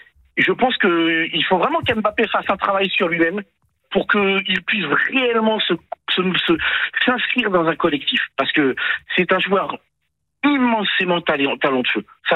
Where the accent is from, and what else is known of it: Paris, Île-de-France, France; born there